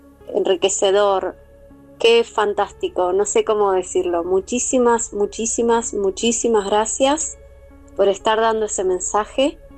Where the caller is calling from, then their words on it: Capilla del Señor, Buenos Aires, Argentina; soy de Capilla y hay mucha necesidad